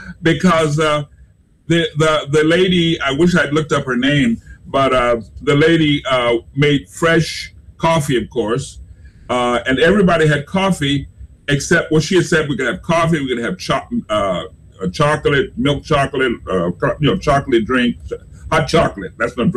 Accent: the South, United States; Now, remember, I grew up in the South when everything was segregated

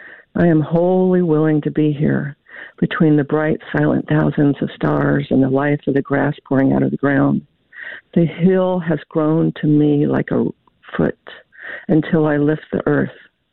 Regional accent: Kentucky, United States; accent: Kentucky; You see, hear my Kentucky accent coming through.

